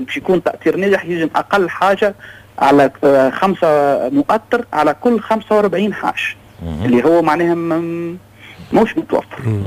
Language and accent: Arabic; Tunisia; راهو نحن كدولة تونسية وكمكتب شؤون حجاج تونس حاضرين مش نوفروا له سبل الراحة بأقصى المستطاع.